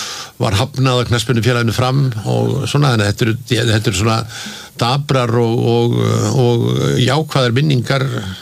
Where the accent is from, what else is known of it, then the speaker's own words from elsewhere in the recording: Reykjavik, Capital Region, Iceland; Já, ég sko alveg upp í Laugarneshverfinu og hérna bjóð þar þegar ég var ungur maður og ég man eftir mér þar fyrst í Sigtúni 35.